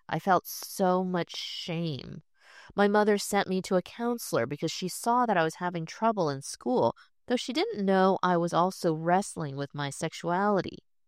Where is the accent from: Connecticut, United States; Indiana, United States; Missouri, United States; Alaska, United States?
Missouri, United States; Columbia; born or raised there